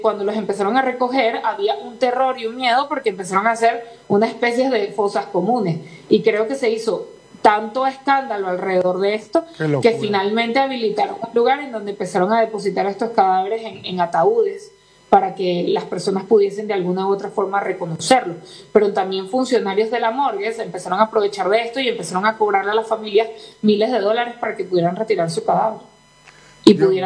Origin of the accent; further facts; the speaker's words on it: Venezuela; como decimos en mi país, no somos chéveres, no son un gajito de mango.